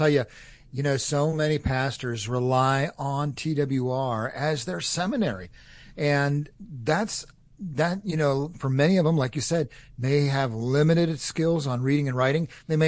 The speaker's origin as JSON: {"language": "English", "region": "North Carolina", "country": "United States"}